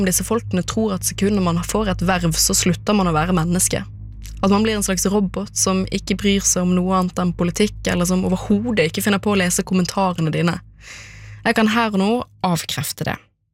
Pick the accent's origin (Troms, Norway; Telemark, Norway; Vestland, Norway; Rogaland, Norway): Vestland, Norway; Bergen; Men jeg føler meg stort sett som en hvilken som helst annen ungdom, spesielt når jeg hjemme i Bergen sammen med familien eller med vennegjengen.